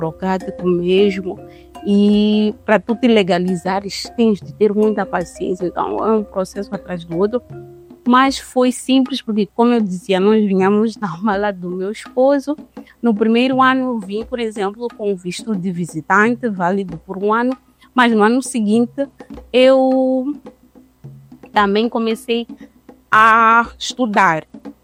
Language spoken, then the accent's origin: Portuguese; Mozambique; now in France; Então, é interessante ser mulher e ser moçambicana a viver na França por causa disso.